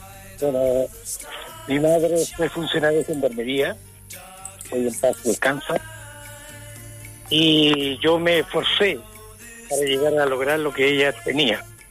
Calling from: Río Bueno, Los Ríos, Chile; Yo soy de Río Bueno.

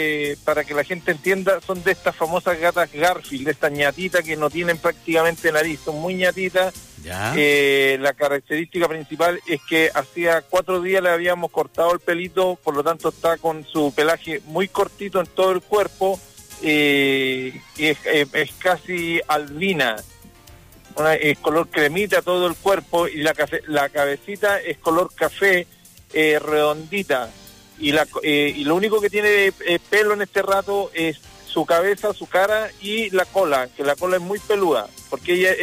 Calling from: Copiapó, Atacama, Chile

